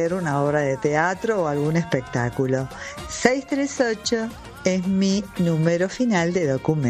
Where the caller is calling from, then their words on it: Buenos Aires, Argentina; de Saavedra